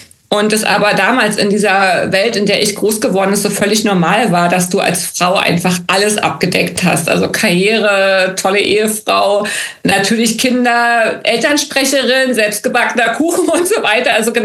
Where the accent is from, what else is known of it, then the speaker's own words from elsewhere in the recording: East Germany, Germany; Ja, ich bin ja ein DDR-Kind, also ich bin in der DDR groß geworden, auch zur Schule gegangen, zumindest bis zu meinem 14. Lebensjahr.